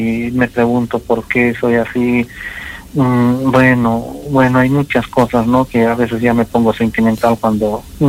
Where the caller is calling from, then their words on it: Arequipa, Peru; Yo vivo en Arequipa, uh-huh. Ciudad de Arequipa.